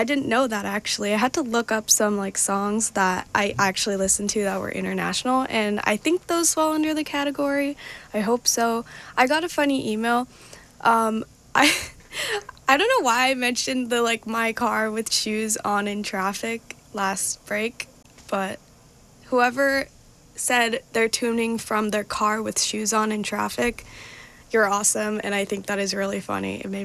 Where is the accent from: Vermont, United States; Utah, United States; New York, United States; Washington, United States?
Washington, United States; Seattle; moved away as an adult; now in Minnesota, United States; I'm not from Minnesota originally, so I'm from Seattle.